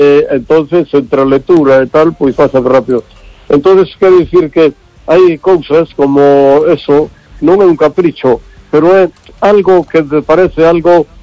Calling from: Vigo, Galicia, Spain

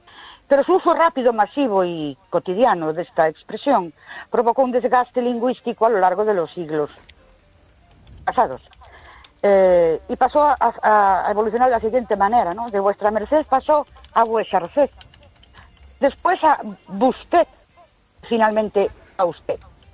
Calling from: Ourense, Galicia, Spain; de Ourense.

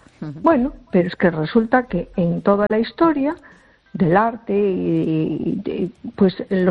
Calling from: A Coruña, Galicia, Spain; Hola, buenas noches. … de Coruña.

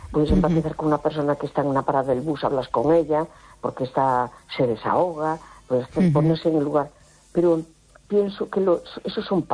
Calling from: A Coruña, Galicia, Spain; de La Coruña.

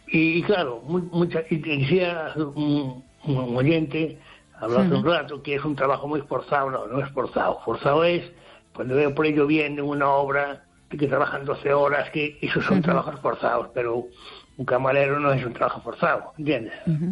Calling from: Ferrol, Galicia, Spain; aquí de Ferrol.

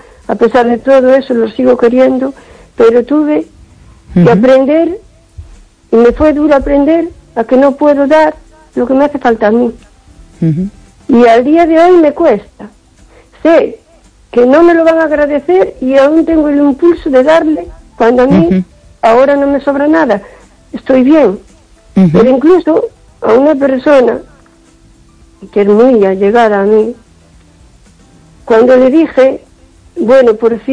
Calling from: O Carballiño, Galicia, Spain; de Carballiño.

